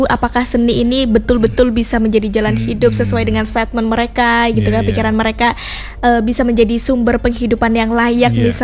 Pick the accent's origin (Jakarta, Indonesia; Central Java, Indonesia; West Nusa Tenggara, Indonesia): Central Java, Indonesia; Klaten; saya asli Klaten